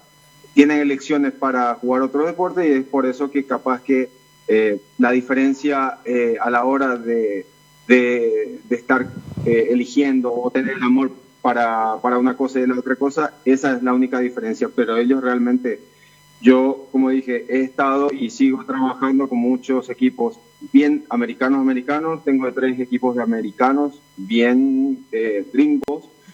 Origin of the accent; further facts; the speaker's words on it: Paraguay; moved away as an adult; also born or lived in Argentina; now in New York, United States; nosotros también como paraguayos estamos preparados para lo que es el Mundial